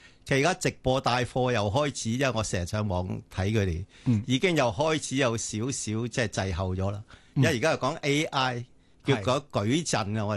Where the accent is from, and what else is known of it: Hong Kong